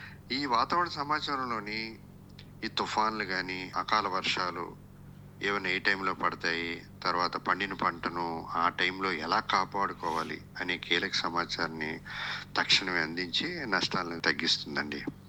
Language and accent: Telugu; Visakhapatnam, Andhra Pradesh, India; నా బాల్యం నుండి విశాఖపట్నం పోర్ట్ క్వార్టర్స్లో ఉండేవాళ్ళం.